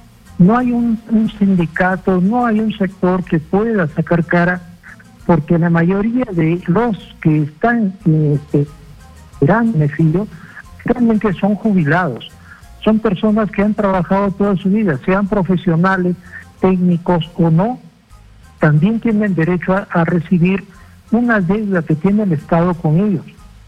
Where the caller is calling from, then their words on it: Junín, Peru; desde Junín.